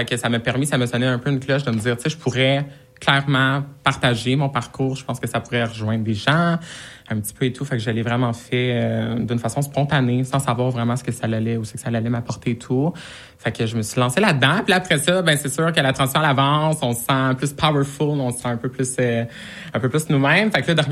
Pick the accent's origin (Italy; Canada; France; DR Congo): Canada; Rouyn-Noranda, Quebec; now in Sainte-Agathe-des-Monts, Canada; En Abitibi-Témiscamingue, à Rwanda, avec ma famille, ma petite sœur, ma petite famille.